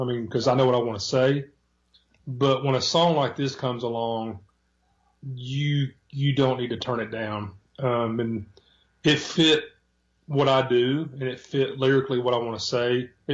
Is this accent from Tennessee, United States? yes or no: yes; Memphis, Tennessee, United States; also born or lived in Pigeon Forge, Tennessee; now in Morgantown, Kentucky, United States; Well, I'm from Memphis, Tennessee.